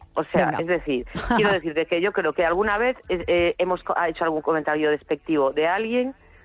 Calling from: A Coruña, Galicia, Spain; de La Coruña.

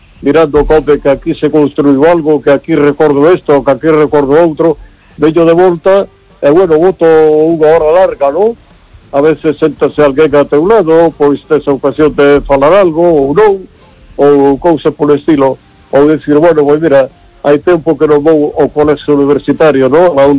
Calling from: Vigo, Galicia, Spain

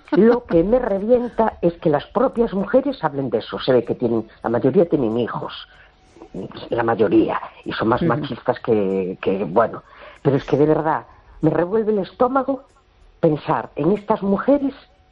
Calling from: A Coruña, Galicia, Spain; de La Coruña.

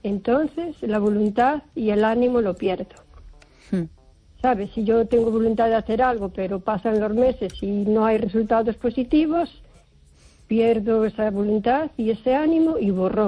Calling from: O Carballiño, Galicia, Spain; Buenas noches, Esther … de Carballiño.

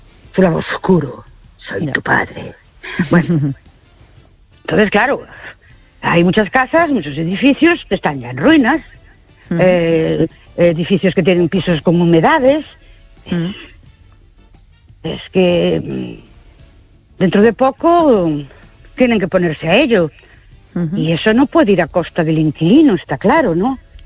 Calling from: Ourense, Galicia, Spain; de Urense otra vez.

